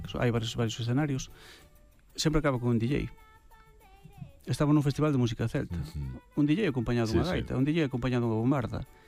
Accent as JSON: {"language": "Galician", "region": "Galicia", "country": "Spain", "said": "Pero sí que costa, porque bueno, somos galegos, Sabes, somos galegos e sempre hai quen di que é do mío."}